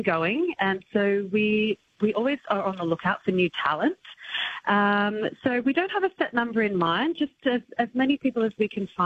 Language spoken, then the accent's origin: English; Australia; accent: Australian; now in France; No, still kept my accent. Yeah, I will. I work with a lot of Australians, so we can keep that going.